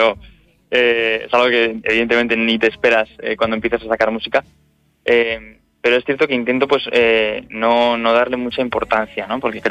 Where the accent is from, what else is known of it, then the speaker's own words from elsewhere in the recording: Salamanca, Castile and León, Spain; Desde luego que es un auténtico regalo poder hacer mi primer concierto en mi ciudad natal, en Salamanca